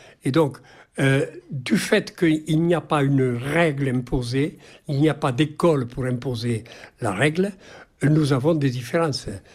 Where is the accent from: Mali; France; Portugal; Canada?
France; Occitanie; accent: Languedocien; J'ai toujours gardé, si vous voulez, même parfois j'en étais étonné, un accent véritablement languedocien.